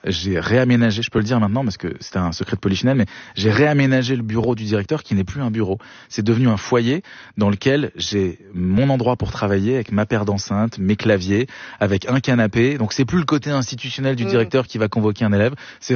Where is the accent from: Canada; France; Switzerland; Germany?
Switzerland; Mais souvent, le problème, c'est que comme il doit savoir que je suis suisse allemand, il a un problème.